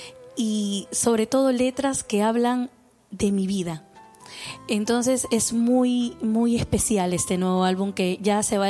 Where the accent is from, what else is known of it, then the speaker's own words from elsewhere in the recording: Lima, Peru; tuve eso de la música criolla, esta de antaño también, que aprendí mucho por el barrio, porque yo soy nacida en Barrios Altos.